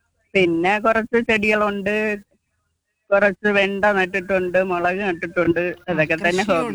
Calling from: Kerala, India; എന്റെ വീട് ആ കരിപ്പൂര് റോഡ് തന്നെ.

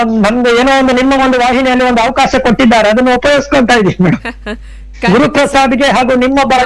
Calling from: Saligrama, Karnataka, India; ಸಾಲಿಗ್ರಾಮದಿಂದ ಉಡುಪಿ ಜಿಲ್ಲೆಯಿಂದ ಮಾತಾಡ್ತಾ ಇದ್ದೀನಿ.

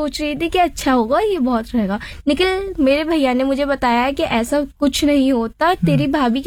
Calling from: Moradabad, Uttar Pradesh, India; बोल रही हूँ मुरादाबाद से, मैं काशीराम की रहने वाली हूँ।

